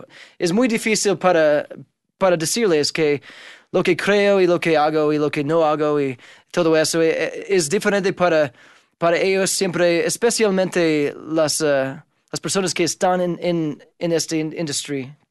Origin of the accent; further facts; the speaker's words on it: United States; Spanish is a second language; cuando digo que soy de Utah o Los Ángeles o algo, después me preguntan cómo aprendí español y todo eso